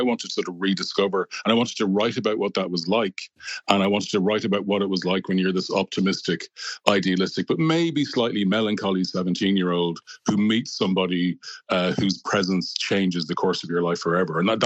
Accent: Dublin, Leinster, Ireland; accent: Dublin; now in Glasgow, United Kingdom; I'm talking to you from Glasgow today, where I work at a university, the University of Strathclyde. But my accent is very much from Dublin, and I imagine that I'm culturally Irish still.

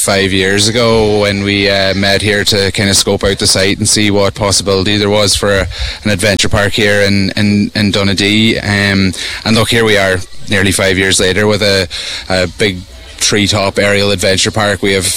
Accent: Ulster, Ireland; No, I'm a long way from home. I'm from Donegal.

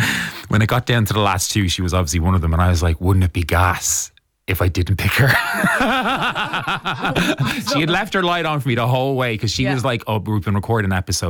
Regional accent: Dublin, Leinster, Ireland; I'm from Knocklyne down the road.

